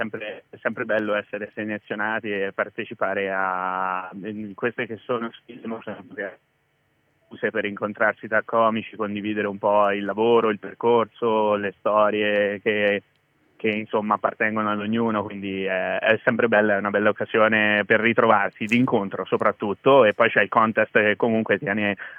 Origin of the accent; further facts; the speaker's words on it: Assisi, Umbria, Italy; Io vengo da Assisi e parlerò sicuramente di come una città piccolina come quella viene invasa dai turisti